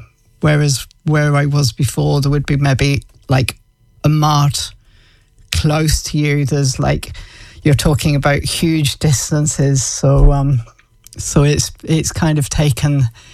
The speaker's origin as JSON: {"language": "English", "region": "Scotland", "country": "United Kingdom", "also_born_or_lived": "East Anglia", "moved": "yes", "said": "So although I'm Scottish, I lived in England for a while."}